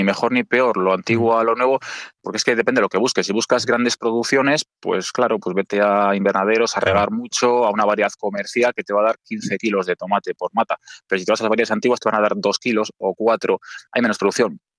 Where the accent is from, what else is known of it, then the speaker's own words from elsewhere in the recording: Villalcázar de Sirga, Castile and León, Spain; Y es que en mi pueblo sale mucho. De hecho, nuestro gentilicio es alcazareño, pero nuestro mote es mielgueros. Nos llaman los mielgueros a los de mi pueblo.